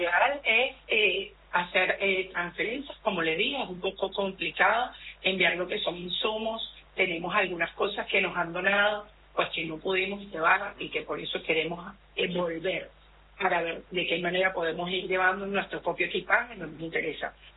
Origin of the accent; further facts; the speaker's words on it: Venezuela; Es increíble la solidaridad que ha tenido mi pueblo, porque yo soy venezolana